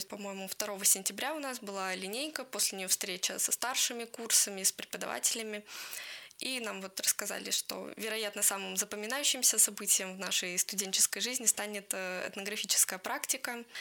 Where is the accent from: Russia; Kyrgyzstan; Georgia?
Russia; Vologda, Vologda Oblast; Я из Вологды, решила поступать в Вологодский государственный университет в конце 10 класса